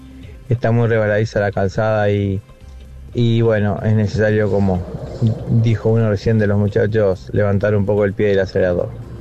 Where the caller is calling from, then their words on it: Fray Luis Beltrán, Santa Fe, Argentina; de Betán, hacia San Nicolás.